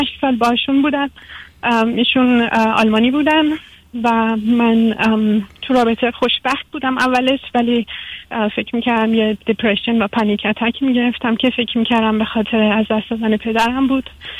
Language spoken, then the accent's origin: Persian; Iran; moved away; نه من ایرانی هستم ولی خب خیلی سال از ایران دورم، بخاطر همین کمی لحظه‌ام به همه خب کشور بمونه.